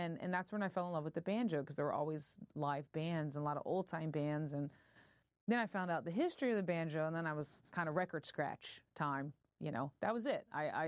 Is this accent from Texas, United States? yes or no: no; North Carolina, United States; I've born and raised in North Carolina. But anyway, that's you know, that's another thing. So I just grew up, you know, as a Southerner